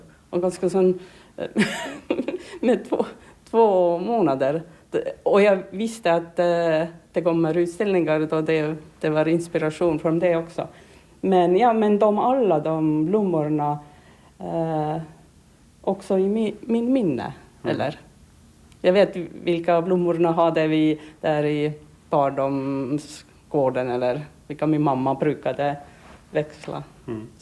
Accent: Tallinn, Harju County, Estonia; Swedish is a second language

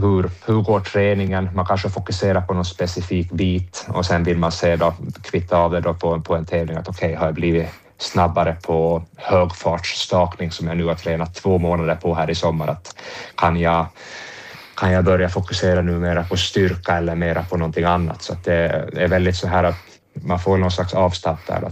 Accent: Åland Islands; som ålänning

